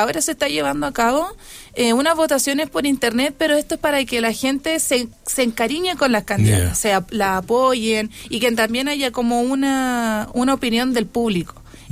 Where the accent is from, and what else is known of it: Calama, Antofagasta, Chile; born or raised there; also born or lived in Iquique